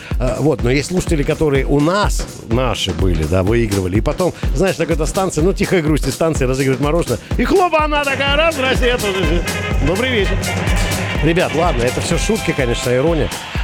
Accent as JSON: {"language": "Russian", "region": "Rostov Oblast", "country": "Russia", "tie": "born or raised there", "said": "мы выросли на Дону"}